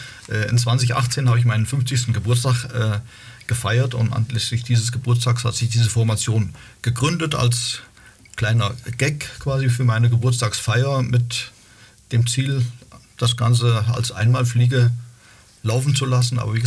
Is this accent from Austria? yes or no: no; Rhön, Germany; weil wir die meisten aus der Rhön auch sind.